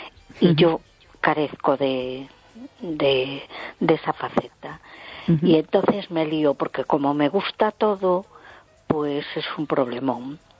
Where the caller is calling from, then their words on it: A Coruña, Galicia, Spain; de Coruña.